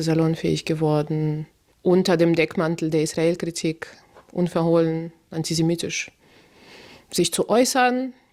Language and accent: German; Germany; Natürlich sind wir Deutsche